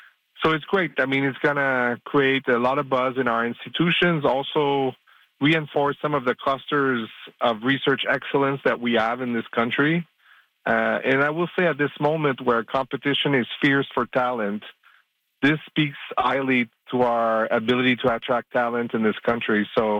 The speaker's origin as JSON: {"language": "English", "country": "Canada", "said": "gives me a lot of pride as a Canadian."}